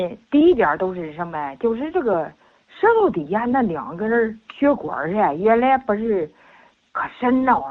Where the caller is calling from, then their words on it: Shijiazhuang, Hebei, China; 我都是石家庄的。